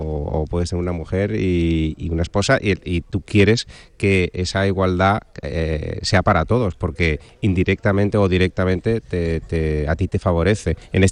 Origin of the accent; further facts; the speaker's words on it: Seville, Andalusia, Spain; a Andalucía, a Sevilla, a mi tierra